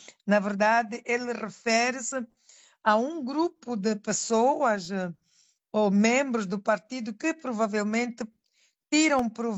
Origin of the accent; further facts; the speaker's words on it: Mozambique; é uma mensagem que toca a todos nós enquanto moçambicanos.